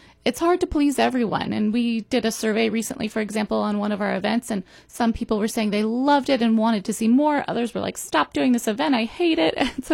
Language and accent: English; Penn Valley, California, United States; I grew up in Penn Valley, and Penn Valley had a youth chamber of commerce.